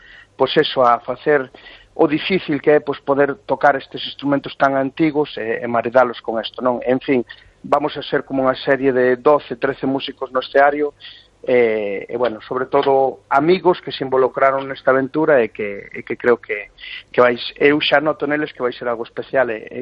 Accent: Galicia, Spain; temos que, como galegos, pois unirnos, porque creo que así irános mellor a todos.

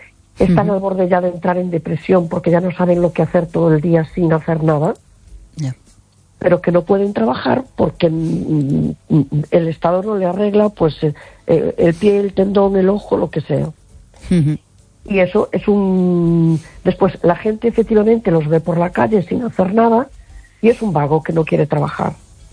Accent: A Coruña, Galicia, Spain

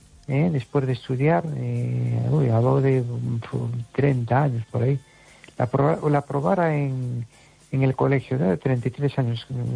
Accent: Amoeiro, Galicia, Spain

